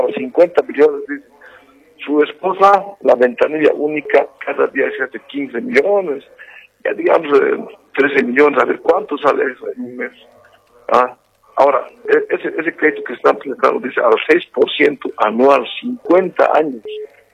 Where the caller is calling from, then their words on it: Cochabamba, Bolivia; aquí hablan desde Cochabamba, zona sur.